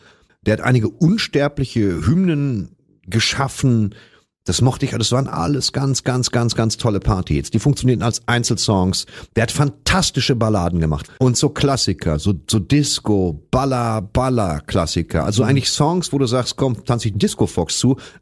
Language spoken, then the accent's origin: German; North Rhine-Westphalia, Germany; Jetzt kommt jemand aus meiner Heimat. Dieser Mann ist Heimat. Tatsächlich ist … ein Titan, der im positiv aufgeladenen Sinne der Thanos des Ruhrgebiets.